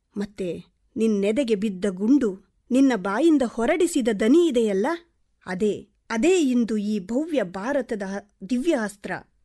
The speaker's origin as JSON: {"language": "Kannada", "area": "Kodagu", "region": "Karnataka", "country": "India", "tie": "born or raised there", "also_born_or_lived": "Tiptur / Tumakuru / Belagavi", "moved": "as an adult", "lives_now": "Mysore, India", "said": "ಮೂಲತಃ ಕೊಡಗಿನವಳು."}